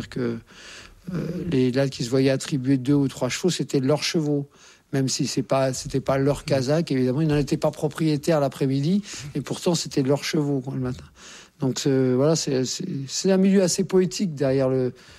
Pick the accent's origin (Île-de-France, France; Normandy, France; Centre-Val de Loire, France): Île-de-France, France; Courbevoie; born there